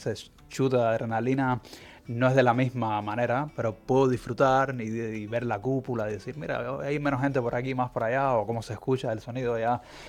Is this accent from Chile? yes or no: no; Cuba; moved away; Lo cierto es que yo soy cubano, pero hace 20, más de 20 años que vivo aquí.